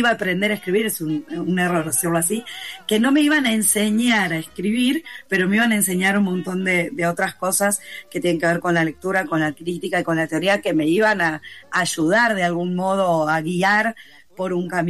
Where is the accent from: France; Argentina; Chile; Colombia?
Argentina; Lanús, Buenos Aires Province; born there; yo soy nacida en Lanús, y cuando yo empecé muy joven, muy chica, a ir a estudiar teatro a la ciudad de Buenos Aires